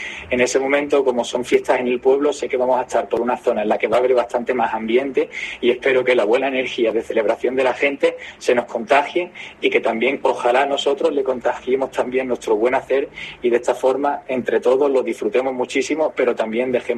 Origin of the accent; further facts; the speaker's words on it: Marbella, Andalusia, Spain; born there; Mi tapete habitual es la Costa del Sol, ya que nací en Marbella.